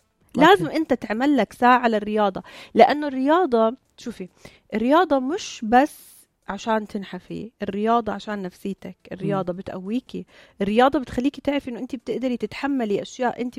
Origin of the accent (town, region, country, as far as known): Jordan